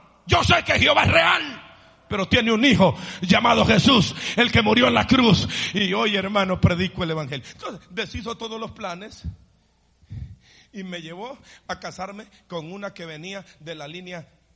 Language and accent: Spanish; El Salvador; moved away as an adult; now in United States; Soy salvadoreño